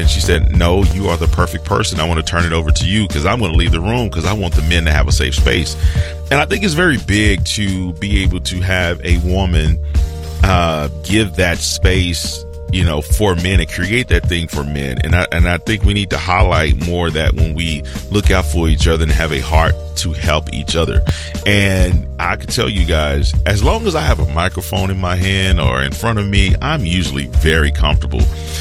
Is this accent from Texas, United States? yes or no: yes; Dallas, Texas, United States; moved away; I went back to my hometown in Dallas